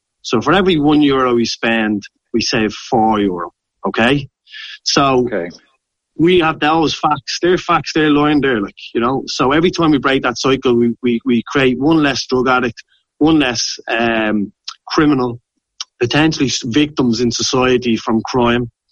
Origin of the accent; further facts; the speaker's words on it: Ireland; we have as Irish people.